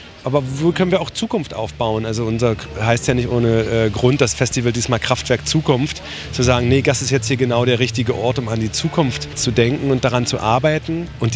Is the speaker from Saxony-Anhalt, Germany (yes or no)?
yes; Saxony-Anhalt, Germany; born there; Also ich bin auch im Bezirk Magdeburg geboren und habe auch einen Bezug zu Sachsen-Anhalt, aber ich hätte nicht gesagt, dass das hier meine Heimat ist